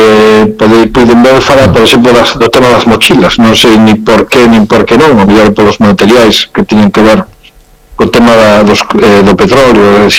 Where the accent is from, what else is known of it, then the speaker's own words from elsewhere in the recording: Lugo, Galicia, Spain; como no caso meu, que son de Lugo, aquí temos o San Froilán